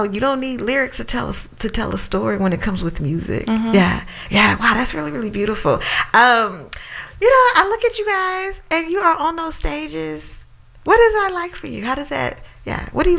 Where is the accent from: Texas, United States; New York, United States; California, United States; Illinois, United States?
California, United States; Oakland; I'm from Oakland at home